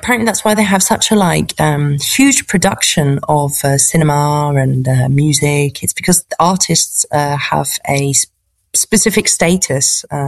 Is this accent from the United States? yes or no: no; United Kingdom; As a British person, stand-up comedy is sort of very central part